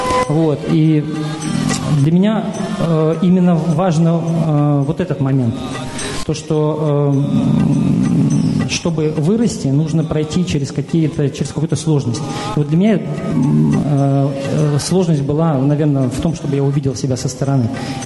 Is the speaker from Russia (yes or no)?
no; Riga, Latvia; я из Риги.